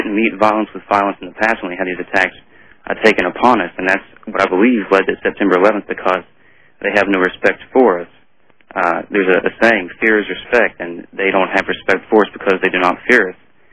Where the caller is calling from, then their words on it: Largo, Florida, United States; in Largo, Florida, outside of Tampa.